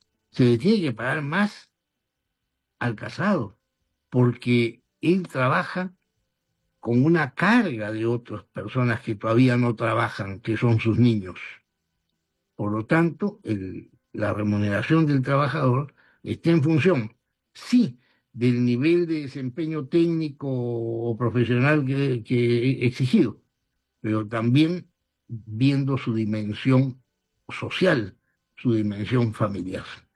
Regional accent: Peru; Somos peruanos

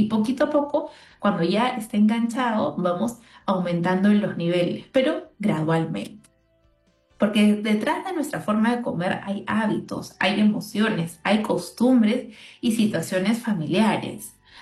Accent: Peru; sobre todo como peruanos, que tenemos una alimentación tan rica, una gastronomía tan rica, que es parte de nuestras costumbres, ¿no?

